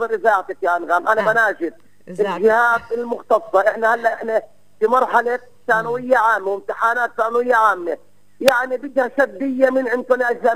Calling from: Nablus, West Bank, Palestine; وصباح الخير لمدينتي مدينة نابلس اللي انا بعتز بوجودي وانتمائي لمدينة نابلس

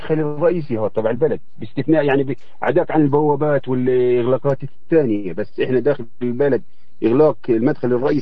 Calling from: West Bank, Palestine; أنا بصفتي مواطن بلد بحب بلدي، وأنا من فلسطين

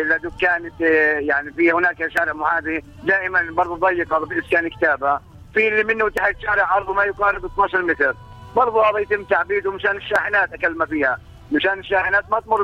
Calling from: Palestine

